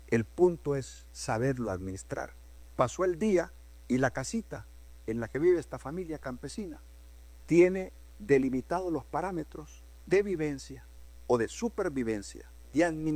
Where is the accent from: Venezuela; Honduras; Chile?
Honduras; En mi pueblo le decimos palo